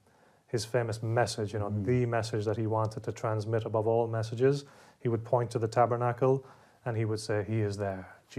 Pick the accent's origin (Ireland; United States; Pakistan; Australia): Ireland; Connacht; born there; also born or lived in London, England; we moved back to Ireland, where I spent most of my life, County Sligo, northwest of Ireland.